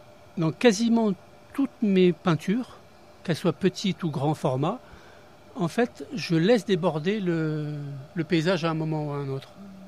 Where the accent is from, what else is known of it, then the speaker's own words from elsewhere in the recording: South-West France, France; À Toulouse, oui, dans ma ville de cœur aussi, parce que je suis originaire du Sud-Ouest.